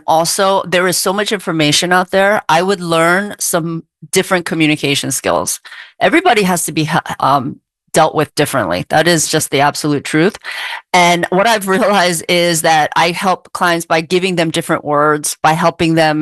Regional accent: Philadelphia, Pennsylvania, United States; I was a latchkey kid since I was 8 years old. Like I grew up in Philly, you know, and things like that.

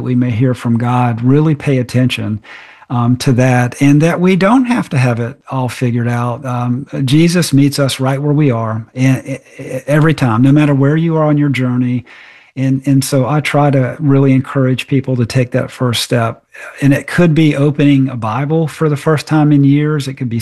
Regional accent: Charleston, South Carolina, United States; So I was born and raised Catholic in outside of Charleston, South Carolina. So we moved to a smaller town outside of the city of Charleston when I was about seven.

